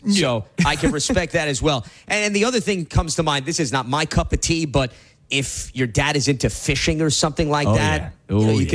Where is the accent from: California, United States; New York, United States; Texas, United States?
New York, United States; Brooklyn; Well, when I was growing up in Brooklyn, we were also right by the water, went crabbing.